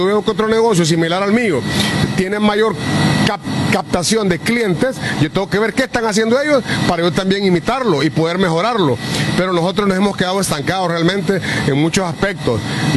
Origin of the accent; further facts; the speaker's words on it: Honduras; a nosotros como hondureños